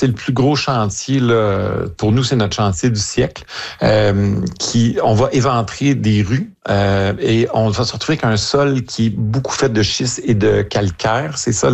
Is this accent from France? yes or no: no; Montreal, Quebec, Canada; chez nous à Montréal, c'est le maire Sarto-Fournier qui est le maire de Montréal.